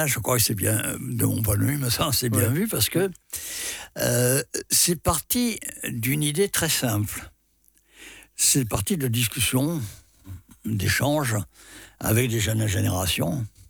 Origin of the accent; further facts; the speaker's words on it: France; born there; moved away; je suis d'une des premières générations à avoir quitté ma région natale pour d'autres régions de la France